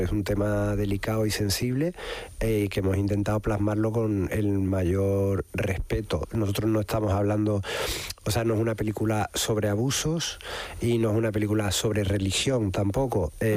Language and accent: Spanish; Seville, Andalusia, Spain; now in Madrid, Spain; Yo soy de Sevilla, nacido en Triana, vivo gran parte del año en Madrid por cuestiones de trabajo